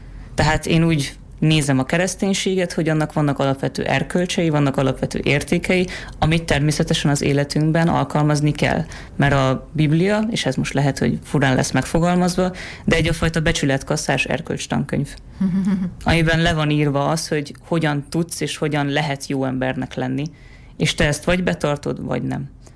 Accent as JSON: {"language": "Hungarian", "country": "Hungary", "said": "akkor is mi magyarok vagyunk. Megvan a sajátos világlátásunk, megvan a sajátos nemzeti karakterisztikánk."}